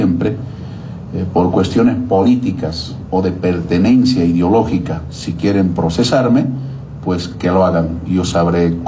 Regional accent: Quechua area, Bolivia; Yo soy campesino, yo soy indígena, yo soy quechua.

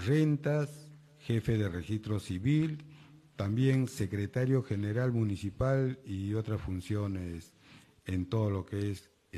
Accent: Huamanga, Ayacucho, Peru; now in Lima, Peru; Soy de Huamanga, Ayacucho, viviendo en el Agustino cerca de 60 años

